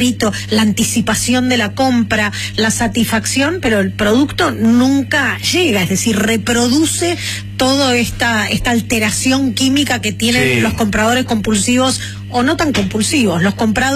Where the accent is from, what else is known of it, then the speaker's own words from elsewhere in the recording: Argentina; como argentinos, no lo llevamos haciendo hace tanto tiempo.